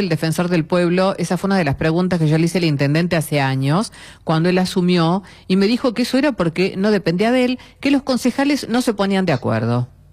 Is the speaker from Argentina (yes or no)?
yes; La Rioja, Argentina; Como ciudadanos riojanos nos rige.